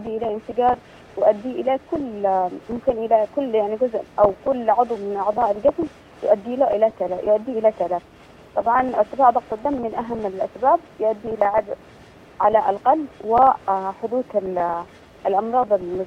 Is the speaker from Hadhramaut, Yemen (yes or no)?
no; Aden, Yemen; بالاسم الدارج عندنا بعدن